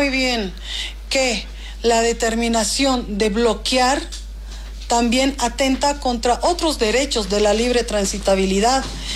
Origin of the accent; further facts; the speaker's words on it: Bolivia; muchas otras facultades que tenemos como bolivianos